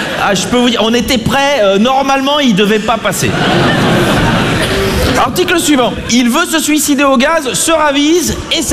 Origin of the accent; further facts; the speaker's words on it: Belgium; Ah, je suis content d'être là, voilà, bah, je viens de Belgique.